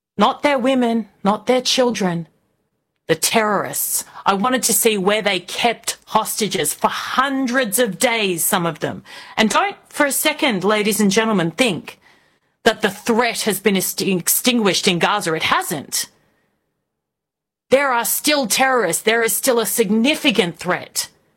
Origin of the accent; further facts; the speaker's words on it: Australia; I am an Australian journalist, a host